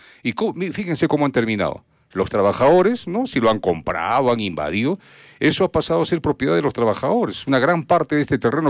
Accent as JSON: {"language": "Spanish", "region": "Arequipa", "country": "Peru"}